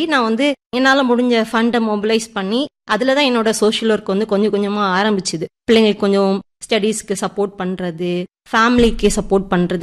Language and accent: Tamil; Santhapuram, Tamil Nadu, India; also born or lived in Chennai; என்னோட சொந்த ஊர் வந்து சாந்தபுரம், ஆசாரி பள்ளத்துல இருந்து ஒரு 4 கிலோமீட்டர்ஸ்குள்ள இருக்குது. ஸ்கூலிங்லாம் நான் ஊர்ல தான் படிச்சேன், பிரைமரி இதெல்லாம்.